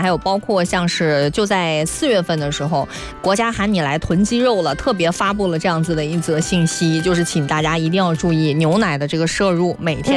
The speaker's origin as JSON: {"language": "Chinese", "region": "Guangdong", "country": "China", "said": "咱们广东人还好一点，爱吃鱼虾、蟹"}